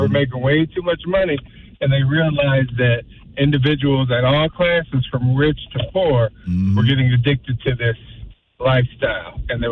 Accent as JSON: {"language": "English", "country": "United States", "tie": "born or raised there", "said": "I'm Muslim. I should never have been drinking. However, I grew up in America."}